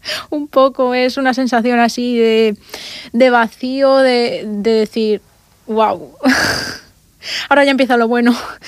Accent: Hellín, Castilla-La Mancha, Spain; now in Murcia, Spain; En Hellín, un pueblo en Albacete.

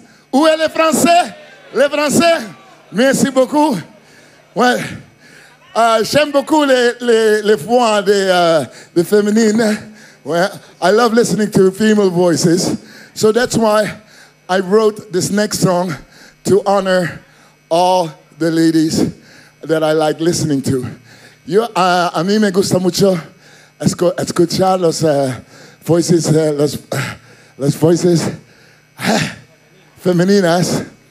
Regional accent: Netherlands; Spanish is a second language; now in Barcelona, Spain; Y, yo soy de Holanda. Pero vivo en Barcelona.

